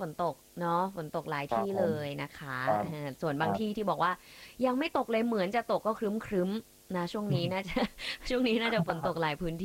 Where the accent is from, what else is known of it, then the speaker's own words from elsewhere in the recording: Chiang Mai, Thailand; โอ้บ่แม่นจ้าคนเมืองเจ้า